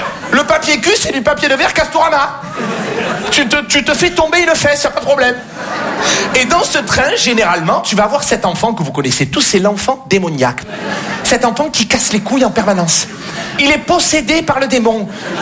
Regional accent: Marseille, Provence-Alpes-Côte d'Azur, France; born or raised there

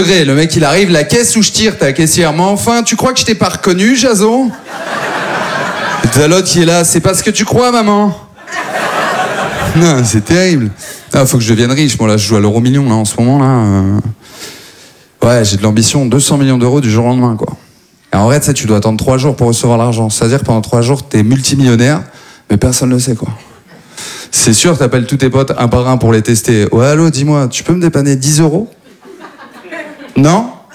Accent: Maubeuge, Hauts-de-France, France; now in Paris, France; Moi, à la base, en plus, je viens pas du tout de Paris. Moi, je viens de Maubeuge.

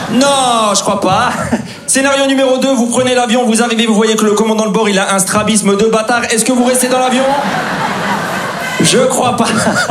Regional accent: Grand Est, France; born or raised there

